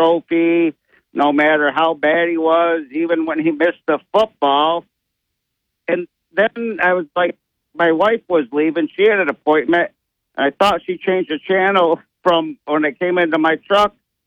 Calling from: Schultzville, New York, United States; from Schultzville.

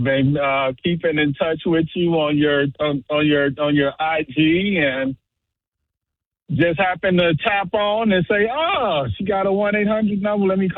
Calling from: Chicago, Illinois, United States; And I'm watching from Chicago.

